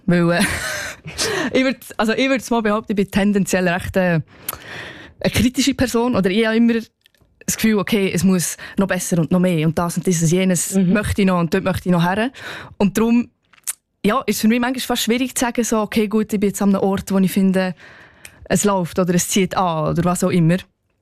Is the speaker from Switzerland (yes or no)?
yes; Solothurn, Switzerland; Ja, genau. Ich bin eher der Kaffmensch aus dem 200-Seelendorf.